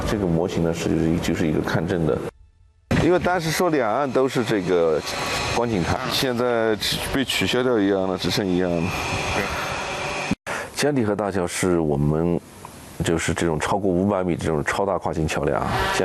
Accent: Yunnan, China; 这个永大高速的这个江底河河大桥，也就是我家乡的那座桥

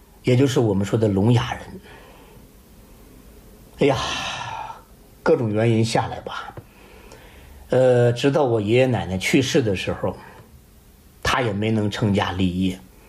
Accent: China

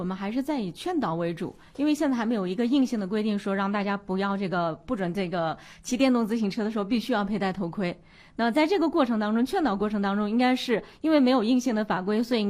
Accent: Kunming, Yunnan, China

